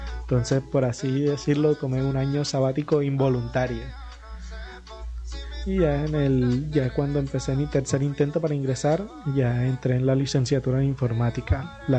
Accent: Montería, Córdoba, Colombia; Yo nací y crecí aquí en Montería. La verdad, he vivido toda mi vida aquí. Tengo familia de pueblo, de San Pelayo, de Lorica en general, pero yo viví aquí toda mi vida

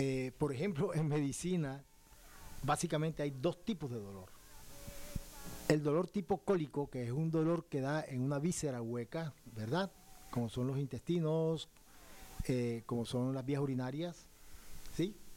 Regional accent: Barranquilla, Atlántico, Colombia; Yo soy oriundo de Barranquilla, estudié en la Universidad de Cartagena, me gradué en 1987 como médico.

